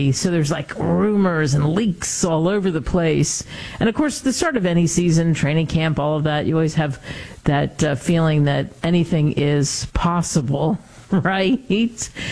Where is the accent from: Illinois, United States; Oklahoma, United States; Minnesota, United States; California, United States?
California, United States; I'm born and raised in California. I love it. I can't imagine living anyplace else